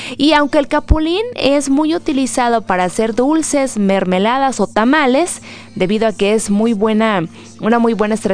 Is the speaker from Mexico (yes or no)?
yes; Mexico